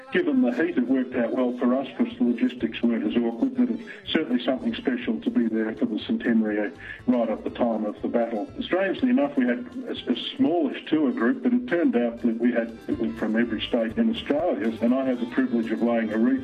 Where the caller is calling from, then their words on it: Turkey; I'm ringing you from Cappadocia in Turkey.